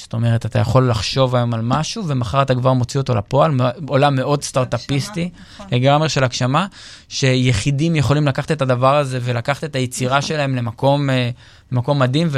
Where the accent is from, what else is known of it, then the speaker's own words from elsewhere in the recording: Acre, Northern District, Israel; אז אני גדלתי באקו